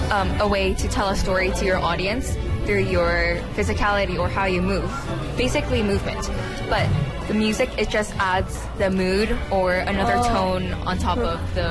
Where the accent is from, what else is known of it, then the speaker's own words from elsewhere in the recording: South Korea; English is a second language; I think I define more as a Korean because, of course, I was raised in Korea for the majority of my life, but I don't fully know both cultures.